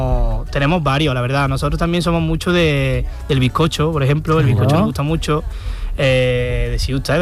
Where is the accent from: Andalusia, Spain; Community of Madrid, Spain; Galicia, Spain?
Andalusia, Spain; Villa del Río; Somos 7.000 habitantes, somos, pero 7.000 bien puestos. Y luego, la verdad, tenemos nuestros monumentos. Tenemos el Puente Romano. Somos ahí el último pueblo de Córdoba pegadito con Jaén.